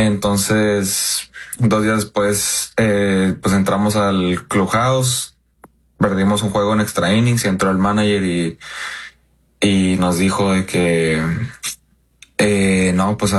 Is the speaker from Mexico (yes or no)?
yes; Mexico; siendo mexicano